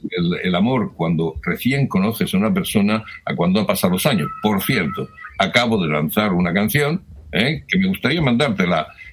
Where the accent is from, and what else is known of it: Huelva, Andalusia, Spain